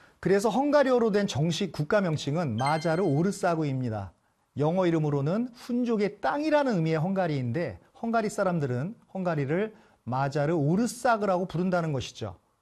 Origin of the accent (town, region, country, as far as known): South Korea